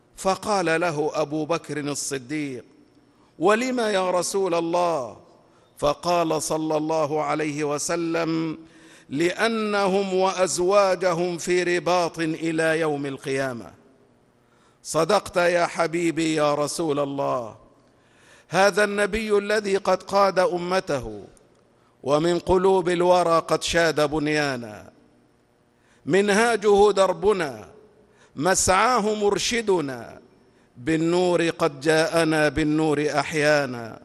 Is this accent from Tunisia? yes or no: no; Egypt